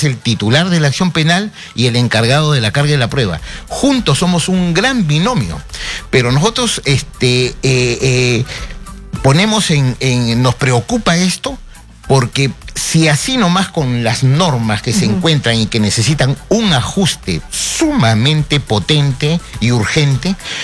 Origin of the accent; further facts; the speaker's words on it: Peru; todos somos peruanos